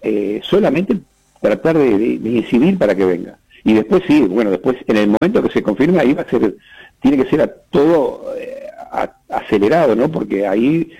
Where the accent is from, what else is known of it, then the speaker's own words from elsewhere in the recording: Rivera, Uruguay; como riverenses no nos damos cuenta.